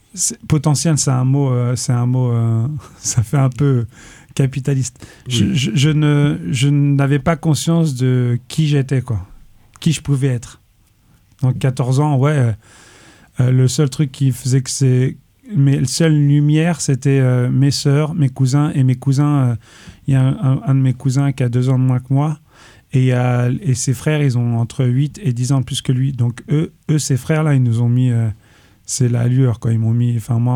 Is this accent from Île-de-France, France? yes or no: yes; Paris, Île-de-France, France; On est tous de Paris.